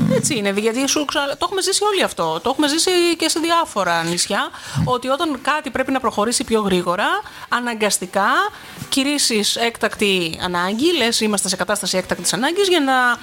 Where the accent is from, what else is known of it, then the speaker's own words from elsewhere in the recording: Davleia, Central Greece, Greece; γιατί έχουμε στη Δάβλια έχουμε και χοροδία.